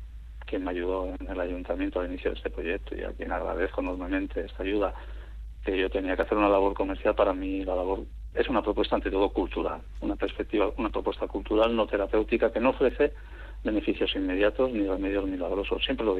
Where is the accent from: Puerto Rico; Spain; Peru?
Spain; Bermeo, Basque Country; also born or lived in Barcelona; estos proyectos que me llevaron aquí a mi tierra, a Bermeo principalmente, donde fui a parar después de marchar de Barcelona.